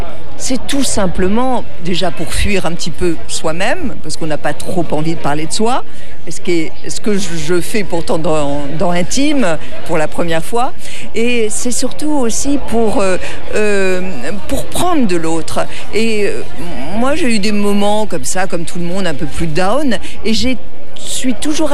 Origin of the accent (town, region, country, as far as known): Brittany, France